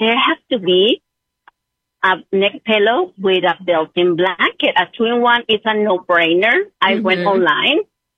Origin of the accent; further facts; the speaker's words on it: Mexico; accent: Mexican; moved away as an adult; Well, my background, you can hear from my accent, like my husband says, I speak like Sofia Vergara. I'm from Mexico.